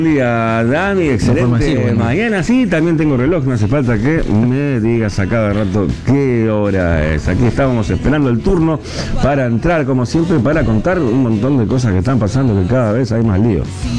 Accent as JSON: {"language": "Spanish", "country": "Argentina", "said": "vamos a dejar de agredirnos como argentinos para tener un país más humanizado"}